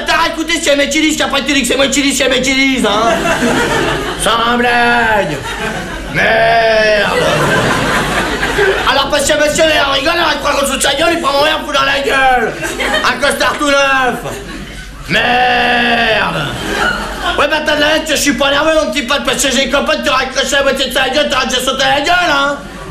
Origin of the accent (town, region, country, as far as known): France